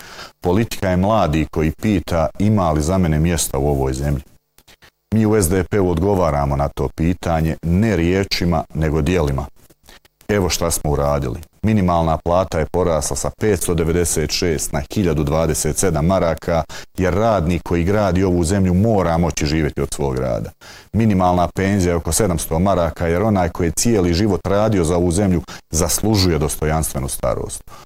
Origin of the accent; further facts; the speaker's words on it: Stolac, Federation of Bosnia and Herzegovina, Bosnia & Herzegovina; Odrastao sam u Stocu, u gradu koji zna šta znači kad država okrene leđa svom narodu